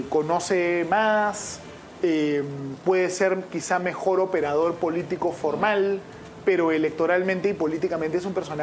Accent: Peru; Yo soy un peruano del Perú profundo como tú.

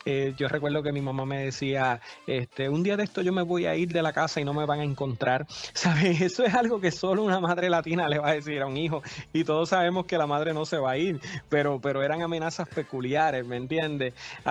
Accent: Puerto Rico; also born or lived in Ohio / New Jersey; now in Tampa, United States; mi isla, Puerto Rico

